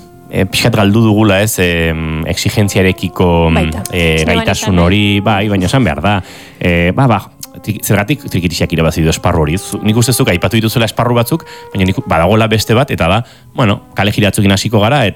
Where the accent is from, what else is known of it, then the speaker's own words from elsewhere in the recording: Tolosa, Basque Country, Spain; ni Tolosarra naiz, hemen, bueno, akordeilari osoenak egon dira